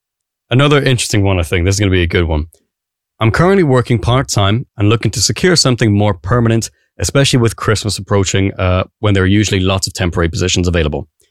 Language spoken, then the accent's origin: English; Ireland; as Irish people